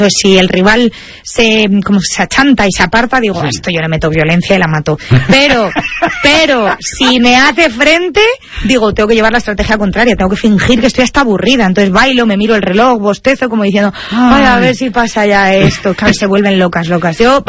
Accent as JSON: {"language": "Spanish", "country": "Spain", "said": "No, yo de camiseta de España, que yo soy muy española."}